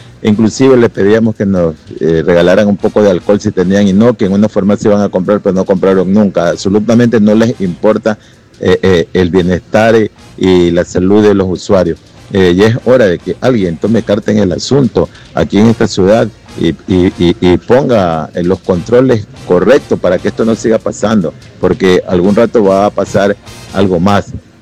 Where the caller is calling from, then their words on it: Esmeraldas, Ecuador; soy un ciudadano de aquí de la ciudad de Esmeraldas.